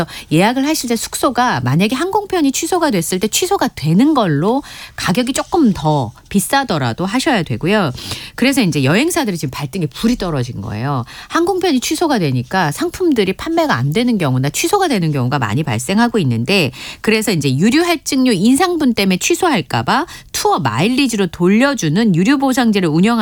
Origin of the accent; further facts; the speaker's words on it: Busan, South Korea; moved away; 저는 친정이 부산이어서